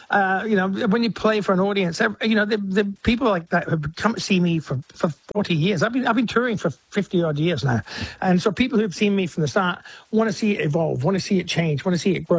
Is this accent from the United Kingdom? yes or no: no; Adelaide, South Australia, Australia; Sarah's an Adelaide girl. You know, I came from Adelaide myself.